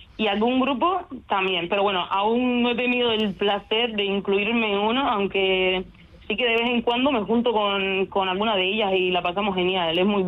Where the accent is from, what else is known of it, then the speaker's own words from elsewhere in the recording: Cuba; moved away as an adult; en mi país, Cuba